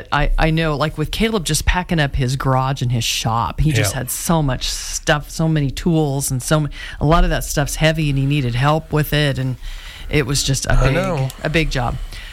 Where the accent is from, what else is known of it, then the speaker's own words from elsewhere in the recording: Clay Center, Kansas, United States; also born or lived in Newton; I was born in Newton. My parents lived in Peabody. Dad worked there. So I did. I guess that counts, because I did spend the first 2 years there. So there's one. Moved to Clay Center, was in the same house my entire school career, you know, until I was 18.